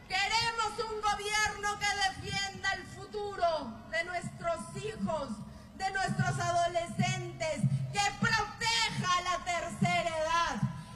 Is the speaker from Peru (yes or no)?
yes; Peru; así somos los peruanos. Los peruanos tenemos esa capacidad para no rendirnos.